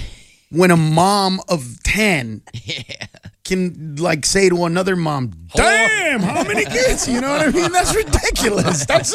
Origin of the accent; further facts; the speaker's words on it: Los Angeles, California, United States; And I grew up in East L.A. where everybody's Mexican.